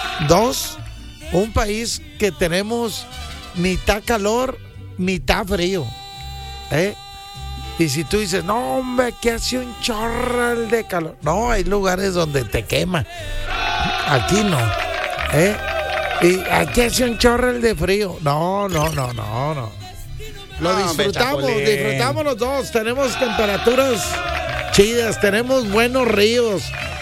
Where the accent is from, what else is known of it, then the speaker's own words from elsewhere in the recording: San Luis Potosí, Mexico; Yo soy de San Luis Potosí, es mi dana, San Miguelito.